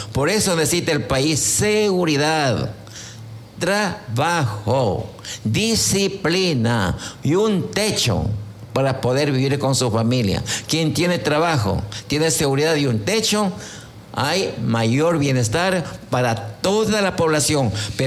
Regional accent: Quevedo, Los Ríos, Ecuador; Nosotros tenemos generaciones de generaciones aquí que trabajaron. Y somos ecuatorianos hasta el último huesito. Y tenemos la suerte de servir a Quevedo, este modesto ciudadano desde niño, más de 72 años.

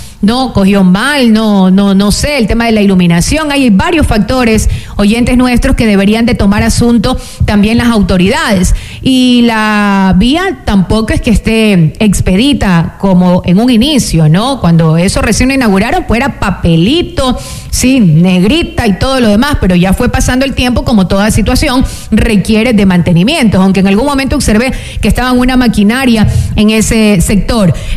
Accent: La Libertad, Santa Elena, Ecuador; somos habitantes del Cantón La Libertad

